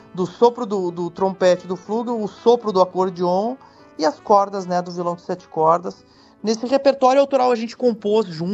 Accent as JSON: {"language": "Portuguese", "region": "Rio Grande do Sul", "country": "Brazil", "said": "do acordeon somos aqui do Sul."}